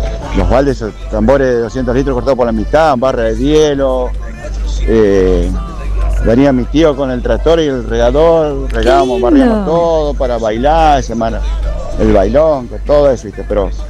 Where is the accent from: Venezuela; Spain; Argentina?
Argentina; Timbúes, Santa Fe; yo soy nacido y criado acá en Timbúes.